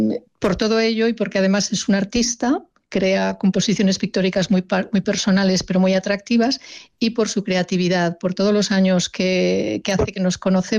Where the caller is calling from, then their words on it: Zaragoza, Aragon, Spain; de Zaragoza.